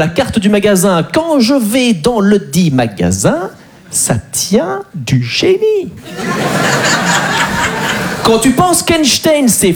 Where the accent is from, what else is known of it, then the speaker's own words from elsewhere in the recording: Belgium; je suis très content de jouer en France. Moi j'adore les Français, même si je suis belge